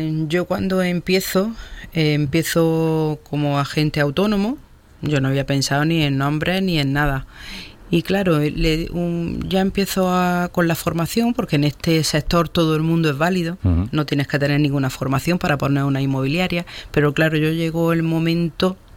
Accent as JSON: {"language": "Spanish", "town": "Pechina", "region": "Andalusia", "country": "Spain", "said": "yo soy pechinera."}